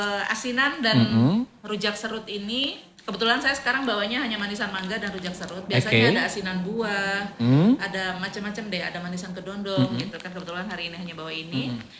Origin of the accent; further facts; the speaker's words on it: Bandung, West Java, Indonesia; Ya, karena saya kan dari Bandung.